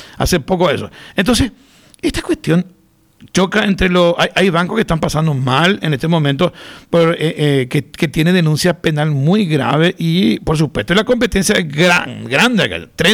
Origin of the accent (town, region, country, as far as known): Paraguay